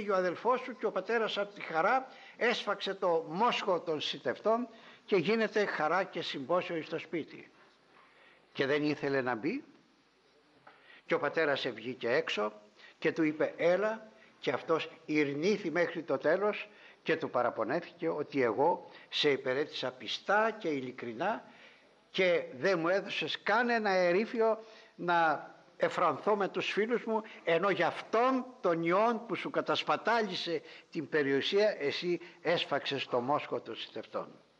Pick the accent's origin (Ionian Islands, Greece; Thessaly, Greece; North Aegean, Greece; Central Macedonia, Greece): North Aegean, Greece; Ikaria; moved away; στην πατρίδα μου την Ικαρία, όπου έχω ησυχία όταν πάω